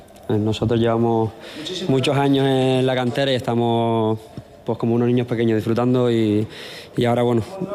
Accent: Canary Islands, Spain; also born or lived in Galicia; Yo soy canario, medio gallego

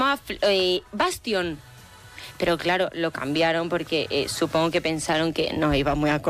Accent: Salamanca, Castile and León, Spain; Y sí, soy salmantina.

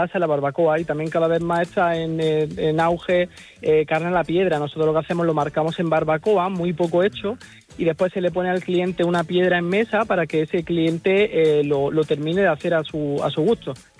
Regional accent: Sayalonga, Andalusia, Spain; Sí, también soy nacido en Sayalonga, soy de aquí, soy sayalonguino.

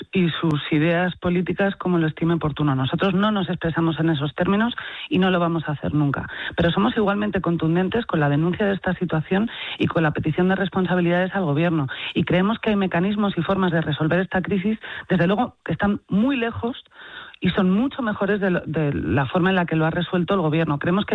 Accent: Spain; somos muchos los españoles que estamos preocupados por esta situación.

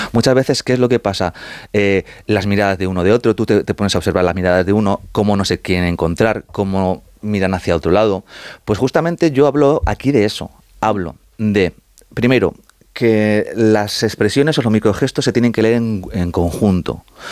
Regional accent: Community of Madrid, Spain; O sea, estoy muy dividido porque aparte te he dicho ya que soy madrileño

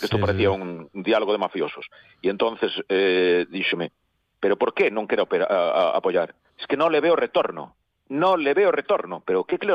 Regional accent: Verín, Galicia, Spain; Eu son de Ourense, son de Verín

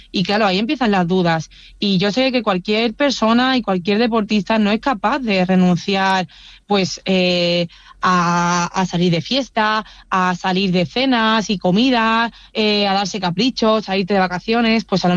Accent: Huelva, Andalusia, Spain; cuando bajé a mi tierra, a Huelva

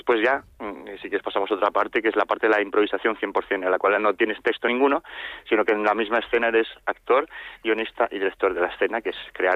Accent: Lugo, Galicia, Spain; moved away as an adult; now in A Coruña, Spain; yo soy de Lugo, los dos vivimos en Coruña

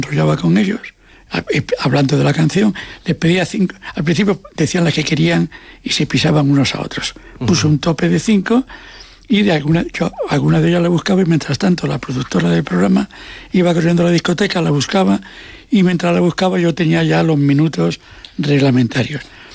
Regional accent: Asturias, Spain; Como yo soy asturiano, digo, ¿de dónde?

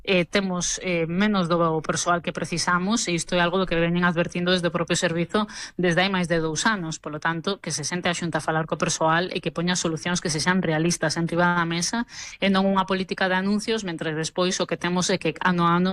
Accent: Ourense, Galicia, Spain; E teño feito como moitas ourensás que reclamar

